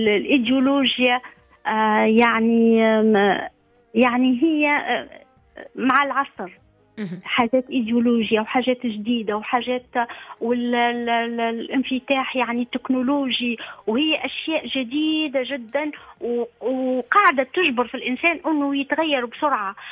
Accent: Tunisia; now in France; انا كنت في تونس تشبعت بهذيك الثقافة

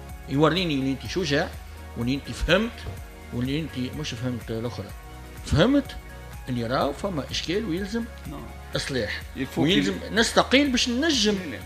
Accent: Tunisia; انا واحد من الناس كتونسي وكفني تونسي

